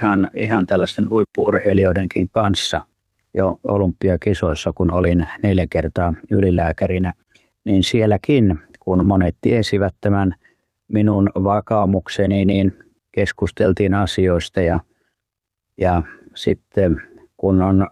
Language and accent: Finnish; Kokkola, Central Ostrobothnia, Finland; No se tapahtui tuolla mun kotikaupungissani Kokkolassa, missä olin keskussairaalassa lääkärinä 79 vuonna.